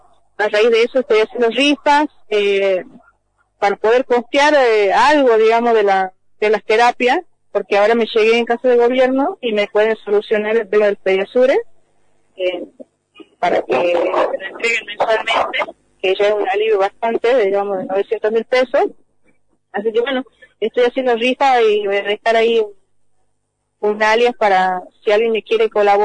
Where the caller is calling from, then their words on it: Alderetes, Tucumán, Argentina; Somos de Alderetes